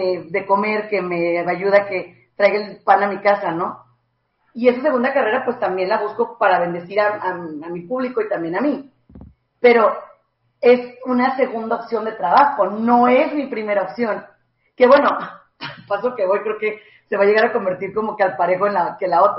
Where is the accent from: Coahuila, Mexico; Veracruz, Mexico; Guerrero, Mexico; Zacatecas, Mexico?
Zacatecas, Mexico; Jerez; Nosotros somos de Zacatecas, allá en Jerez.